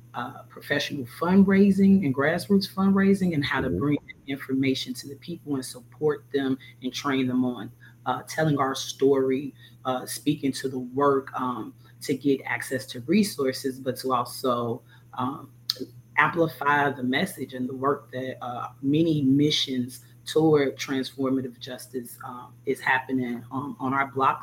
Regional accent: Chicago, Illinois, United States; I grew up near North and the low end, which we call Bronzeville

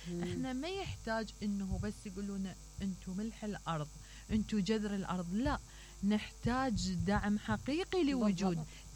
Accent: Iraq

